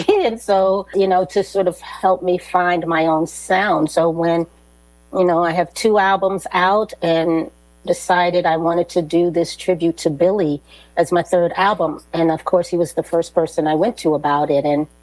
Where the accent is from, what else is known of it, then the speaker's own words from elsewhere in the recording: Washington, District of Columbia, United States; Oh, well, I grew up, I'm from Washington, D.C., and I still live here. I was raised by my grandmother and her daughter, who is my aunt, was my aunt.